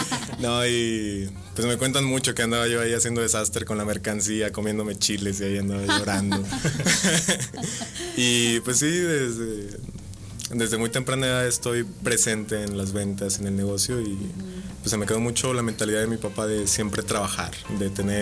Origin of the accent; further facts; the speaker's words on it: Dolores Hidalgo, Guanajuato, Mexico; Yo soy de Dolores Hidalgo, Guanajuato.